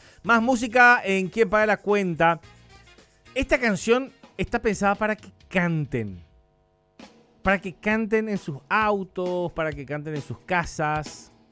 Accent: Paraguay

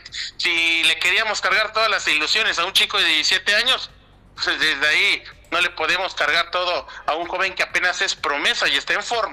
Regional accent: Mexico; el Mundial fue en casa, y eso creo que nos sirvió a todos como mexicanos

